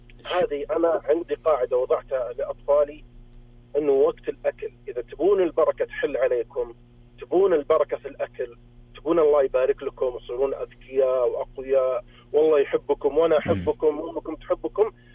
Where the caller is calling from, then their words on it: Riyadh, Riyadh Province, Saudi Arabia; أنا من الرياض.